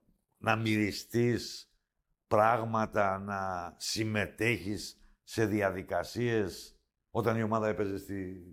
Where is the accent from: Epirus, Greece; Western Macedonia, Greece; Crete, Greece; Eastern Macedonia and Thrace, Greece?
Crete, Greece; Amari; Στο χωριό μου εδώ, στο Αμάρι, έτσι το λένε.